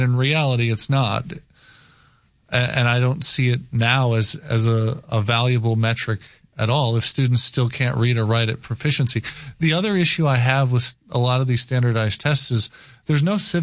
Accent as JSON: {"language": "English", "town": "Appleton", "region": "Wisconsin", "country": "United States", "tie": "born or raised there", "said": "this luncheon that was held in my hometown, Appleton, Wisconsin, the home of the John Birch Society"}